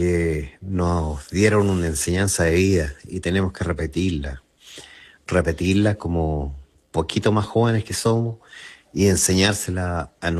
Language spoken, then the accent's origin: Spanish; Ránquil, Ñuble, Chile